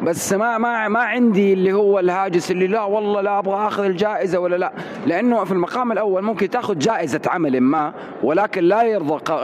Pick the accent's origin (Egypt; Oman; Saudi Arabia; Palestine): Saudi Arabia; عندنا في المملكة العربية السعودية